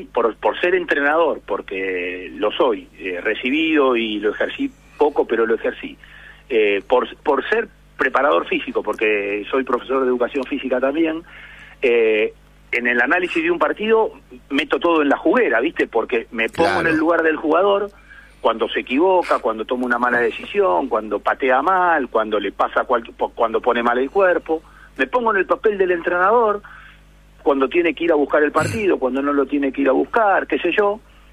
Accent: Argentina

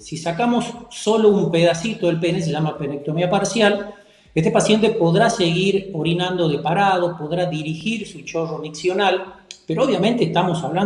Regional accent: Tucumán, Argentina; accent: tonada; Me traicionó un poquito la tonada, soy de Tucumán.

